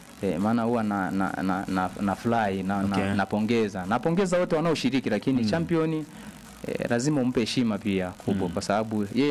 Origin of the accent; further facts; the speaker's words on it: Bunda, Mara, Tanzania; born there; Unajua mimi ni mzaliwa wa Bunda. Kwa hiyo nina jamii inayonizunguka ya ndugu zangu, familia, ujumbani Bunda, nyumbani upande wa baba Bunda.